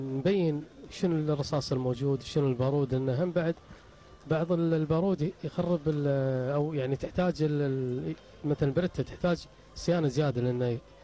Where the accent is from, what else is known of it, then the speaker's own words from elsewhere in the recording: Kuwait; احنا بالكويت